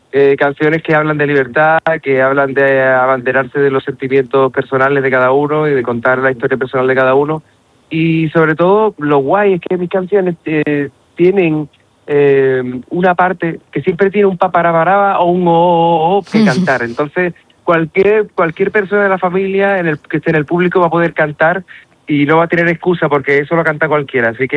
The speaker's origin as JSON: {"language": "Spanish", "town": "Puerto Real", "region": "Andalusia", "country": "Spain", "said": "ustedes tienen que venir conmigo para pa Puerto Real, que yo soy de Puerto Real, ¿no?"}